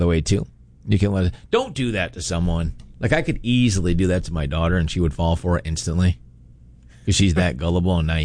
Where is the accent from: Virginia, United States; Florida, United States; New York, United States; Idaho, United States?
New York, United States; Pultneyville; I grew up right on Lake Ontario. There's a town, little town called Putneyville.